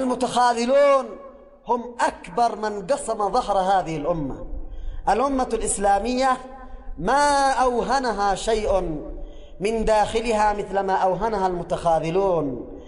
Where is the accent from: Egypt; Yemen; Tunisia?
Yemen; نتحدث عن واقعنا في بلدنا اليمن الحبيب.